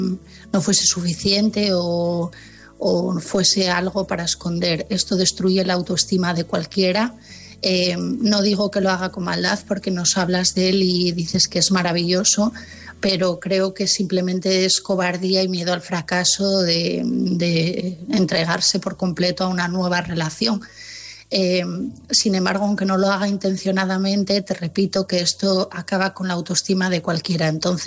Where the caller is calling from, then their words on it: Asturias, Spain; de Asturias